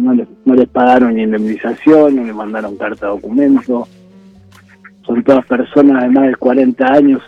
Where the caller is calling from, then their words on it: La Plata, Buenos Aires Province, Argentina; Yo estoy en Villa Elisa, La Plata.